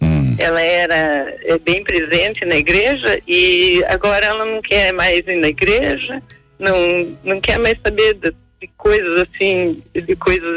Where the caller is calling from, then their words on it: Brazil; De algum lugar do Brasil.